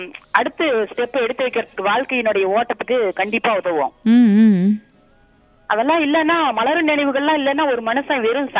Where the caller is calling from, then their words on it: Tamil Nadu, India; நாங்க இங்க கொளத்தூர் 50